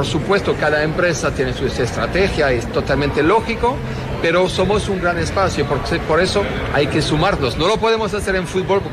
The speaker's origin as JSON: {"language": "Spanish", "region": "southern France", "country": "France", "also_born_or_lived": "Latin America", "second_language": "Spanish", "moved": "as an adult", "lives_now": "Colombia", "said": "Yo soy del sur de Francia, no tan lejos de España, de hecho. Pasaba parte de mis vacaciones en la frontera haciendo montañismo en los Pirineos, que son estas pequeñas montañas, claro, que nos unen entre España y Francia, y viví como 16, 17 años en América Latina."}